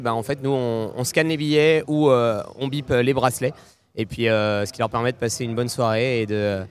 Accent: Saint-Brieuc, Brittany, France; moved away; Je suis né à Saint-Brieuc, j'ai grandi à Saint-Brieuc et puis en fait, il y a toujours quelque chose qui nous rattache à Saint-Brieuc.

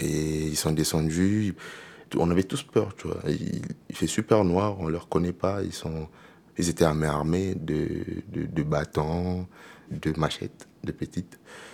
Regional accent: Madagascar; on a essayé de discuter, on vient de Madagascar, je lui ai expliqué tout, tout, tout, tout, on vient juste d'atterrir

